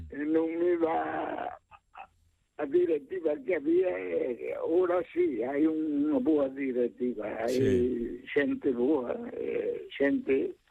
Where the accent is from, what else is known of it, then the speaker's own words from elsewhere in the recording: Galicia, Spain; Pero o orgullo é ser galego.